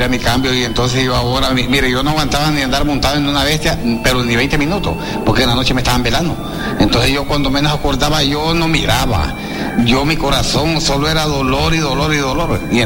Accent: Orica, Francisco Morazán, Honduras; Yo soy de Orica

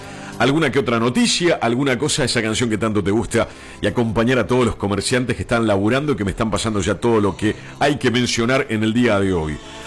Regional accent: Argentina

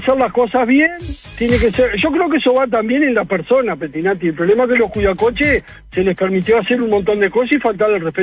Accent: Maldonado, Uruguay

